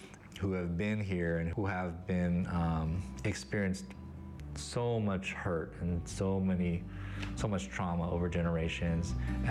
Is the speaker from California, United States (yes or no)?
no; Seattle, Washington, United States; now in Warm Springs, United States; So I grew up in suburban Seattle, and so different Native cultures felt pretty present, you know, just in terms of the naming of things.